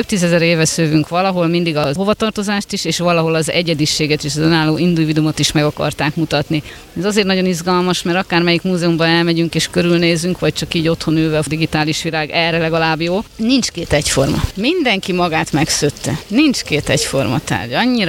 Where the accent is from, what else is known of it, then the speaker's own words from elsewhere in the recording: Somogy, Hungary; Hát ugye én somogyi vagyok, kicsit hazabeszélek